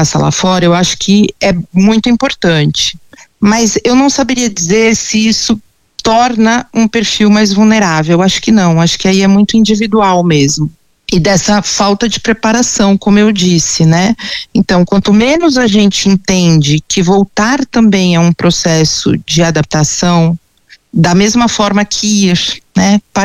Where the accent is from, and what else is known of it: São Paulo, Brazil